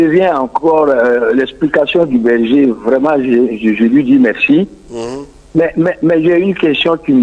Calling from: Abidjan, Côte d’Ivoire; Je suis de Pougon

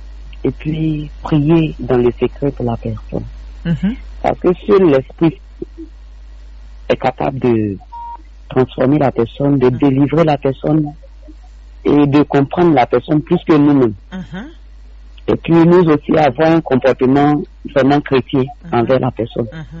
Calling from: Abidjan, Côte d’Ivoire; De Yopougon.

